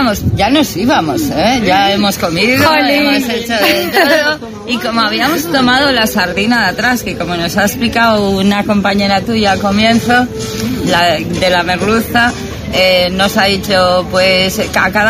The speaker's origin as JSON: {"language": "Spanish", "town": "Eibar", "region": "Basque Country", "country": "Spain", "said": "Nosotras somos de Eibar y también medio pueblo de gallego."}